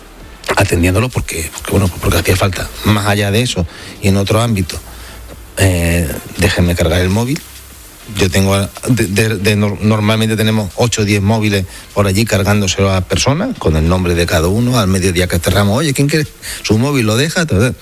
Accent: Ceuta, Spain; Yo soy de Ceuta, nacido en Ceuta, nos hemos criado siempre mezclados, ha habido de todo.

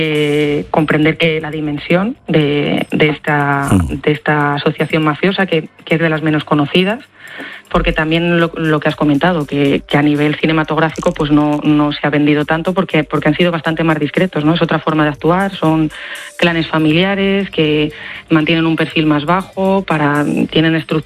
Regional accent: Italy; Spanish is a second language; Y luego también, un poco siendo italiano, España e Italia son países muy similares

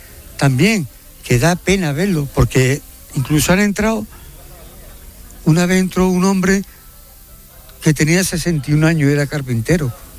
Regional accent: Spain; Nosotros, los melillenses y los ceutíes, somos mucho más españoles que, bueno, no españoles, digamos que somos nacionalistas

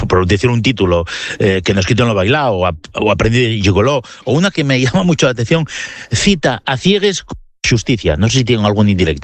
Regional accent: Asturias, Spain; cómo somos los asturianos

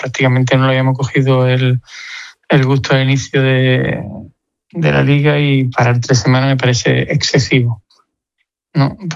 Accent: San Fernando, Andalusia, Spain; me dediqué un tiempo a reflotar al club de mi pueblo, San Fernando

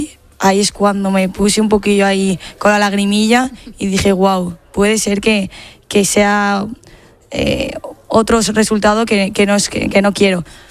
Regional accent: Madrid, Community of Madrid, Spain; Eso es, yo soy de Madrid.

